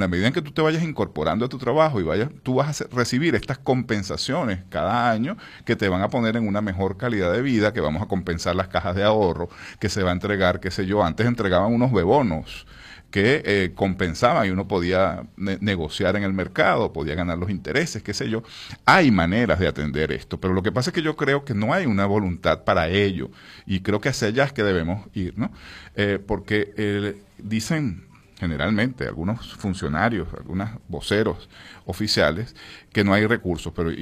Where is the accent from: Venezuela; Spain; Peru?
Venezuela; Paracotos, Miranda